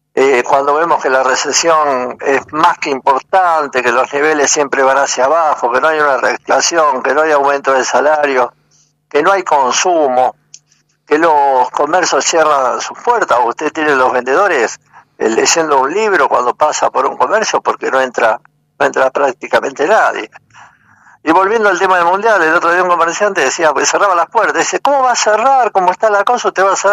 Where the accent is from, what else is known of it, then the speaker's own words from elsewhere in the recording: Rosario, Santa Fe, Argentina; born there; hace un montón de años que vivo en Rosario, nací en Rosario, vivo en Rosario.